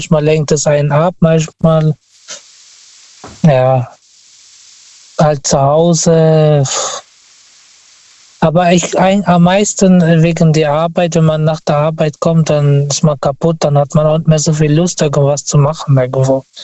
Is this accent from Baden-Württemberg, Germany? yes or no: yes; Karlsruhe, Baden-Württemberg, Germany; Ich bin aus Karlsruhe.